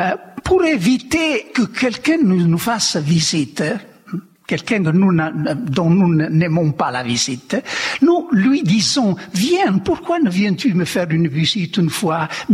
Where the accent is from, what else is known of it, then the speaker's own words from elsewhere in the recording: central Italy, Italy; moved away; Dans ma région, je suis de l'Italie centrale.